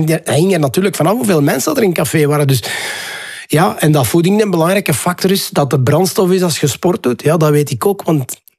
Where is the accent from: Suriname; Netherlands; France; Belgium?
Belgium; Ninove, Flanders; born or raised there